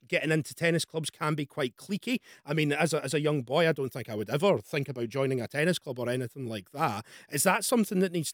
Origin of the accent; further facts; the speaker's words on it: Dunfermline, Scotland, United Kingdom; I'm from Dunfermline, sort of just normal working class family.